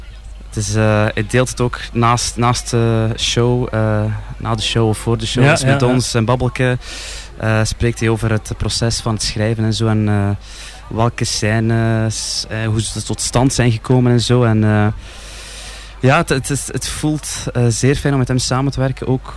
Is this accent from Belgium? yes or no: yes; Westerlo, Flanders, Belgium; Klopt, ik kom van Westerlo.